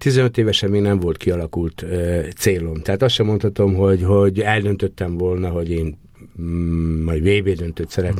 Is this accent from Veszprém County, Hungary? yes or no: no; Emőd, Borsod-Abaúj-Zemplén, Hungary; born there; also born or lived in Eger; Nem, én Emődön születtem. Emődön születtem, és én igazából Miskolcon játszottam egy darabig, után pedig Egerbe.